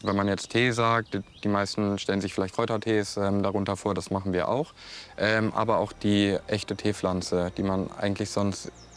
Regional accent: Hanover, Lower Saxony, Germany; also born or lived in Düsseldorf; Das hilft auf mich auf jeden Fall zu. Ich komme eigentlich aus Hannover.

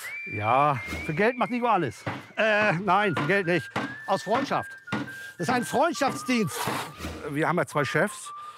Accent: eastern Germany, Germany; born there; Ich bin waschechter Ossi, ich bin da geboren.

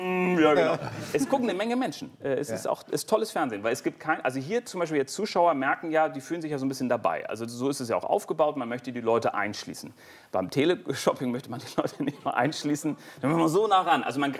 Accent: Hamburg, Germany; born or raised there

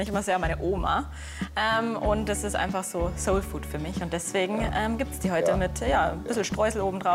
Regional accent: Landshut, Bavaria, Germany; Also in Niederbayern. Ich bin gebürtig aus Landshut

